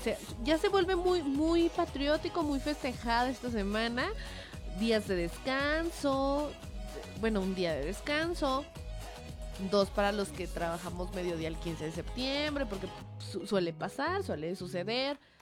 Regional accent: Mexico; hay que festejar el mes patrio, hombre, que somos mexicanos.

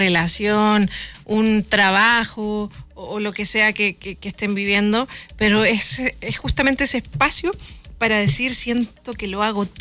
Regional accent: Chile; soy chilena, cantante, futbolista

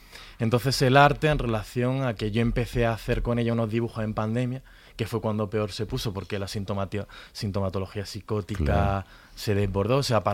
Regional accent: Granada, Andalusia, Spain

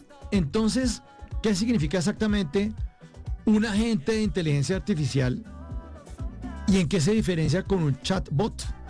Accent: Colombia; accent: Colombian; E inmediatamente Grok identifica que le estoy hablando como en colombiano

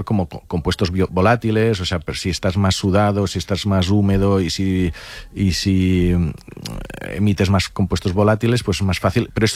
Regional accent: Catalonia, Spain

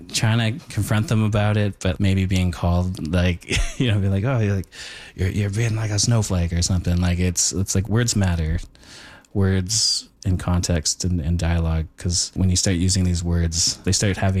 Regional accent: Thunder Bay, Ontario, Canada; I grew up in the North and I can kind of see where that ends. You know, I grew up in Thunder Bay and a lot of that kind of language was used up there and it matters.

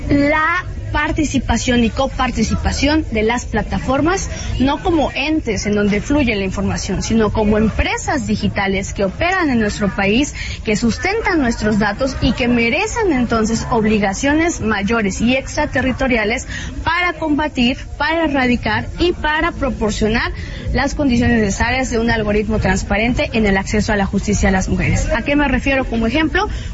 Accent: Mexico; donde, como mexicanas principalmente, operamos con las plataformas digitales de Norteamérica

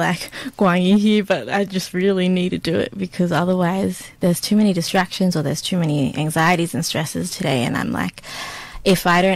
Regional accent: New South Wales, Australia; So growing up on Darug country was, big, important part of who I am and my identity as well. And being in between, I guess, from the mountains to the sea was, that's kind of about me, where I'm from, where I'm coming from.

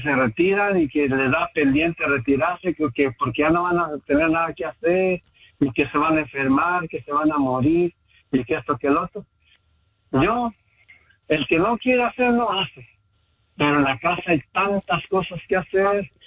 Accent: Zapotitlán, Jalisco, Mexico; now in Rialto, United States; Pero soy de Zapotitlán, de Hidalgo, Jalisco.

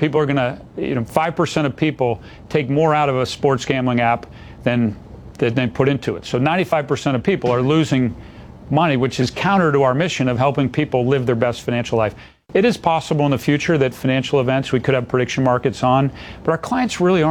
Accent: Boston, Massachusetts, United States; I grew up in the Boston, Massachusetts area.

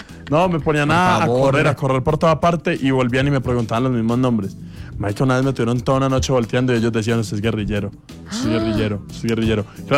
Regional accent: Sonsón, Antioquia, Colombia; Y entonces yo dije, bueno, bienvenido a mi pueblo, a Sonzón, no sé qué.

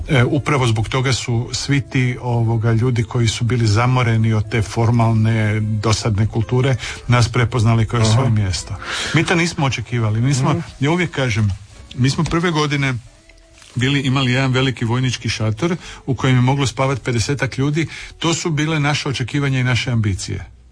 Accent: Croatia; ja dolazim iz Hrvatske.

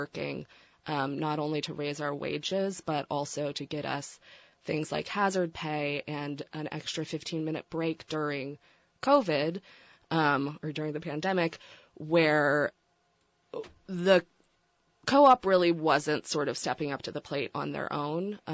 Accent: Newfoundland and Labrador, Canada; I was born in Newfoundland, Canada, born and raised in Canada. My mom's American though.

